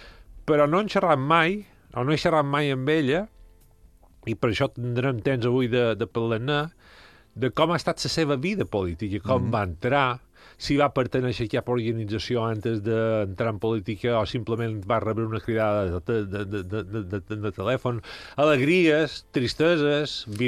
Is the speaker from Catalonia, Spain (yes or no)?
no; Santa Margalida, Balearic Islands, Spain; la patrona de Santa Maria Lídia, que és el meu poble